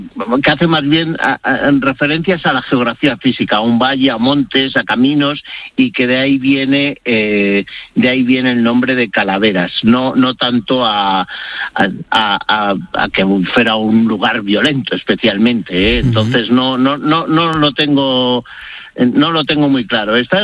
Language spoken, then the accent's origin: Spanish; Horcajo de la Ribera, Castile and León, Spain; Por ejemplo, en Horcajo de la Ribera, en mi pueblo, en Horcajo, en Gredos, la mantenemos, la de cobrar el piso.